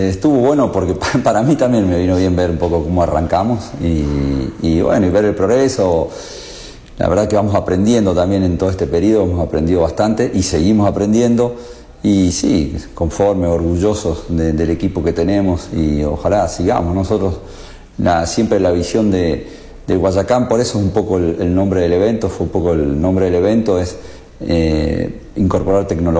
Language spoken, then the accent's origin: Spanish; Laboulaye, Córdoba, Argentina; somos toda gente de La Boulaye